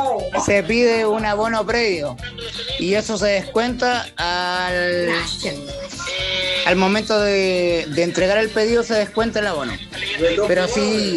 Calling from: Santiago, Santiago Metropolitan Region, Chile; soy de Santiago y hago envío a todas las regiones.

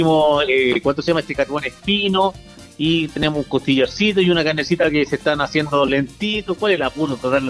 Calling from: Valparaíso, Chile; yo soy de ciudad, soy de Valparaíso, y siempre estoy acá en el Litueche, como con la parcela que tenemos

